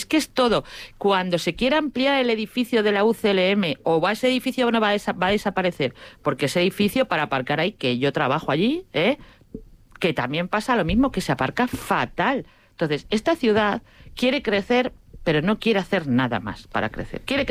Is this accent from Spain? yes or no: yes; Madrid, Community of Madrid, Spain; Yo que soy de Madrid